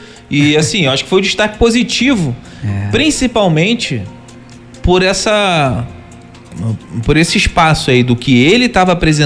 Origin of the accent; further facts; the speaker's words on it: Brazil; Eu, como brasileiro